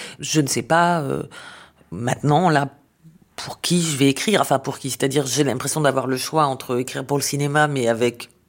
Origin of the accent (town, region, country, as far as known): Israel; born or raised there